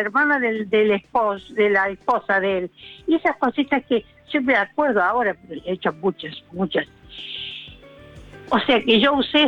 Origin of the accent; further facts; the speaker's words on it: Córdoba, Argentina; now in Buenos Aires, Argentina; Pues yo no soy de Buenos Aires, soy de Córdoba.